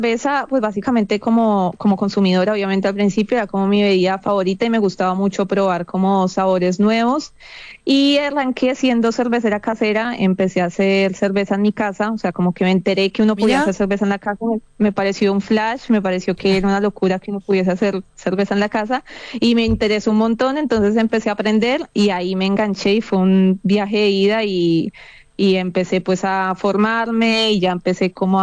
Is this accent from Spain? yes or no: no; Colombia; now in Argentina; yo soy de Colombia